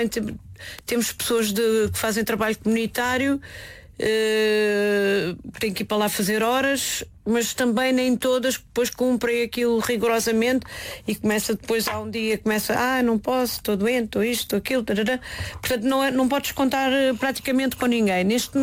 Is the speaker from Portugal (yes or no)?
yes; Caldas da Rainha, Leiria, Portugal; Cresci nas Caldas da Rainha, no Museu José Malhor.